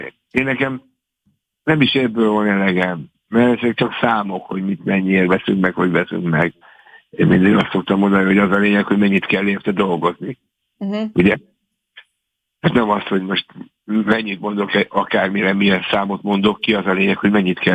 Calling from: Budapest, Hungary; Hát én budapesti vagyok

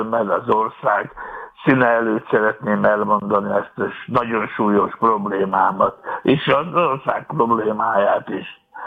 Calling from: Tatabánya, Komárom-Esztergom, Hungary; Tatabányáról.

